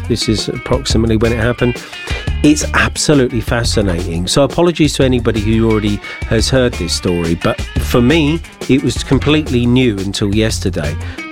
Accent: London, United Kingdom; growing up in London

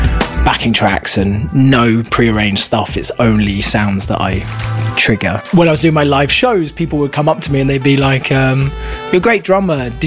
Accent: New Forest, South East England, United Kingdom; moved away as an adult; now in London, United Kingdom; But I grew up in the New Forest. It's not a jazz scene in the New Forest. So I never had a jazz lesson. Yeah, I moved to London when I was 19.

